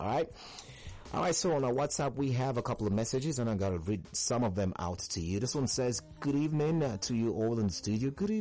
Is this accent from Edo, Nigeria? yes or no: yes; Edo, Nigeria; I'm from Edo State as well.